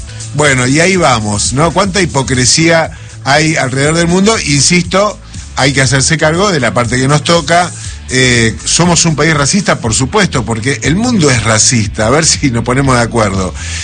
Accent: Argentina

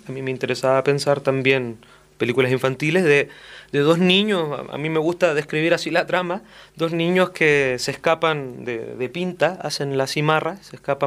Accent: Chile

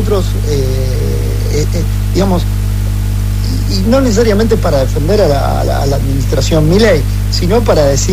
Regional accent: Argentina; como lo digo como no solamente como analista, pero también como argentino

